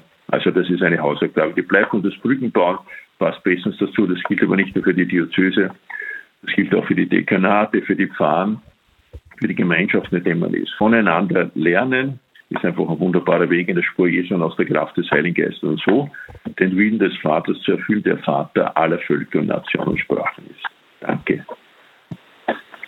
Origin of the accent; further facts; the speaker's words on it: Salzburg, Austria; born there; Heute ist ein wunderbarer Feiertag für mich als Salzburger, gebürtiger.